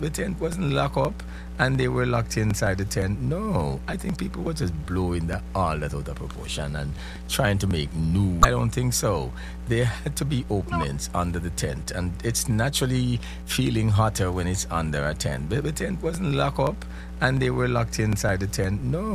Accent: Jamaica; you and I grew up in Jamaica

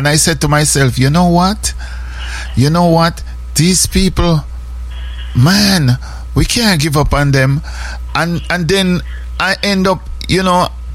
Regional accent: Jamaica; we grew up in Jamaica where whenever somebody, we call them mad, we not call them retarded or a idiot.

